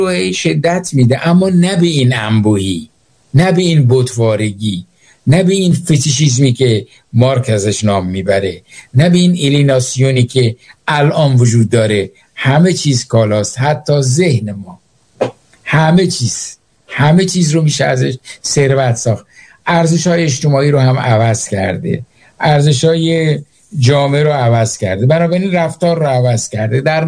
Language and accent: Persian; Iran; now in Sweden; همین که گفتی از سوئد میام ما فکر می‌کنیم تو سوئدی هستی. گفتم نه با من اصلا از ایران میام، ولی سوئد هر جا که میریم بیرون